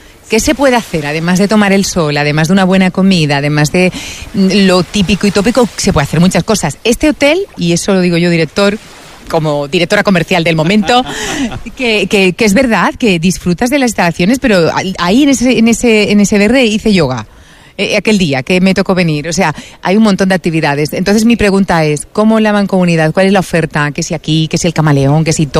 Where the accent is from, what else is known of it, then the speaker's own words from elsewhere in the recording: Huelva, Andalusia, Spain; en Huelva, en la capital, que es de donde yo vengo